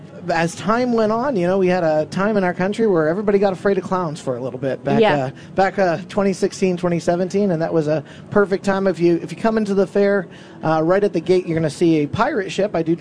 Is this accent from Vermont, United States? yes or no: yes; Groton, Vermont, United States; I'm out of Groton, Vermont.